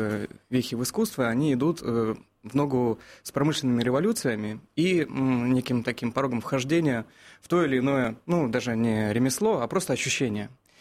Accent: Krasnoyarsk, Krasnoyarsk Krai, Russia; moved away; Я выходец из Красноярска

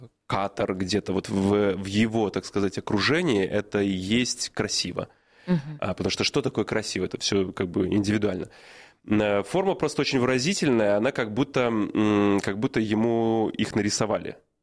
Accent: Belarus; moved away as an adult; Я же из Беларуси, и там, собственно, свою карьеру начинал еще в 18 лет, в возрасте 18 лет.

